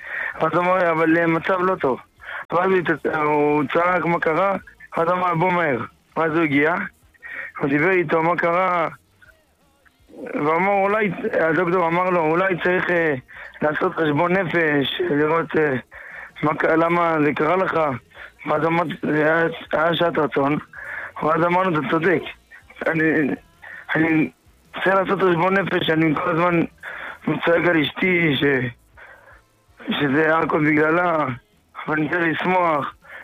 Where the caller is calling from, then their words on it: Jerusalem, Jerusalem District, Israel; אני גר בירושלים